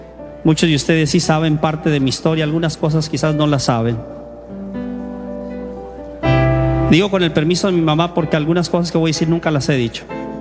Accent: Tijuana, Baja California, Mexico; born there; Mi mamá se vino para acá, para el norte. Obviamente yo nací en Tijuana.

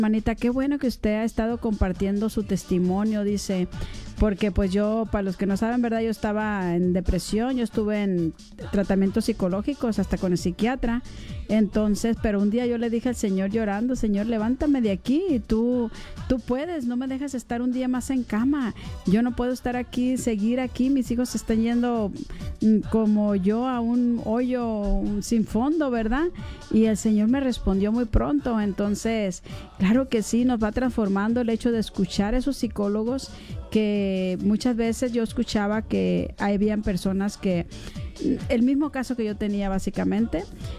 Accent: Mexico; Como a mí me gusta, soy mexicana, me gusta ir a México

